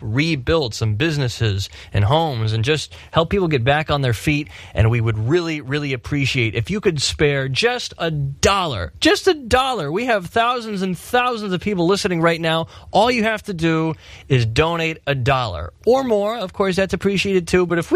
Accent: Menasha, Wisconsin, United States; moved away; my hometown, Menasha, Appleton, Wisconsin

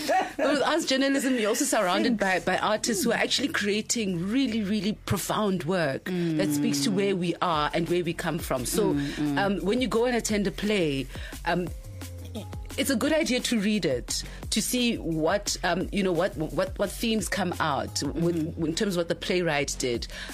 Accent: South Africa; No, I'm from South Africa.

